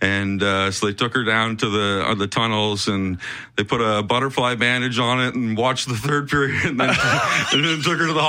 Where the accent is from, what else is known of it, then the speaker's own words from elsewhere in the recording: Stratford, Ontario, Canada; also born or lived in Orangeville, Ontario; So we moved to Stratford, Ontario. It's a small town of about, it was 27,000 people when I was there. That obviously was 30 years ago.